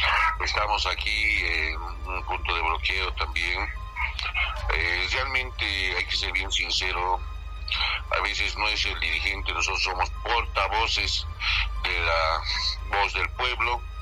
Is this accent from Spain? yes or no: no; Bolivia; Todos somos bolivianos, yo llevo poncho, no lleve, todos estamos en un conjunto de unidad.